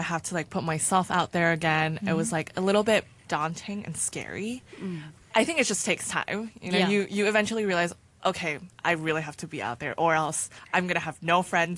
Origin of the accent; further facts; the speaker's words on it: Beijing, China; And then I grew up in Beijing.